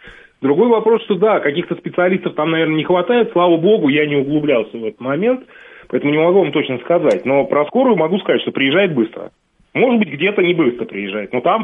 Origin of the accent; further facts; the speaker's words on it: Moscow, Russia; Я родился в Москве и вырос, и прожил здесь всю жизнь